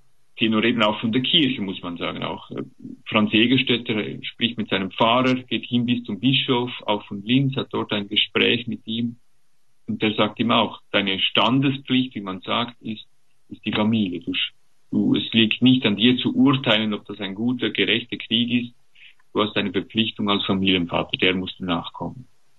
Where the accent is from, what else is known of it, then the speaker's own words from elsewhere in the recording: Switzerland; als Schweizer